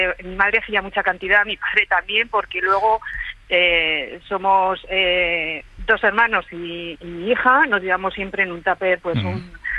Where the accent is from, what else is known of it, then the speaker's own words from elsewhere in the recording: Madrid, Community of Madrid, Spain; yo no soy de Tudela, yo soy madrileña, uh-huh.